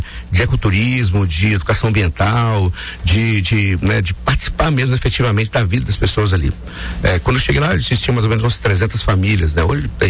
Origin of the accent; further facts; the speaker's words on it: Vargem Alegre, Minas Gerais, Brazil; moved away as an adult; also born or lived in Belo Horizonte / Serra do Cipó; eu fui criado nesse ambiente, saí de Baixa Alegre aos 18 anos, fui para Belo Horizonte, né, estudar.